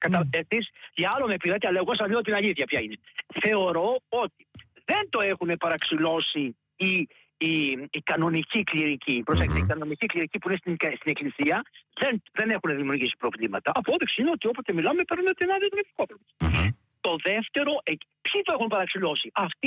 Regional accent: Greece; now in Cameroon; Επίσης είμαι ξένος εγώ, μπορεί να είμαι Έλληνας.

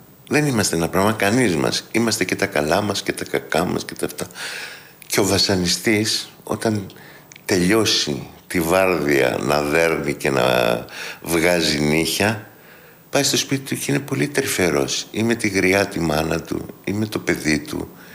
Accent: Piraeus, Attica, Greece; εγώ γεννήθηκα στην μοναδική φαβέλα γκέτο που υπήρξε ποτέ στην Ελλάδα, τα Μανιάτικα.

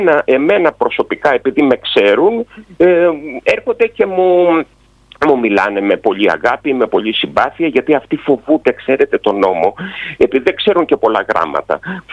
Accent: Greece; ως αξιωματικός και ως Έλληνας

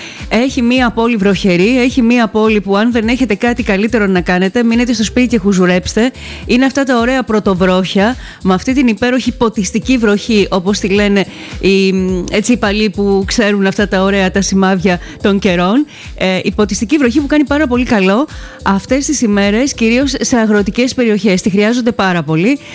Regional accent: Greece; γιατί ξέρετε ότι είμαι από την Νότια Ελλάδα.

